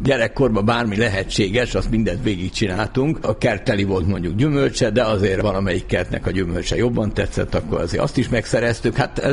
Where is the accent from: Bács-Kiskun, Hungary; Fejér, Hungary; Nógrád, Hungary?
Fejér, Hungary; Agárd; also born or lived in Budapest; Igen, hát én 4 éves voltam, amikor Zuglóból oda költöztünk, mert államosított édesapám pékségét, és lementünk az agárdi házunkba.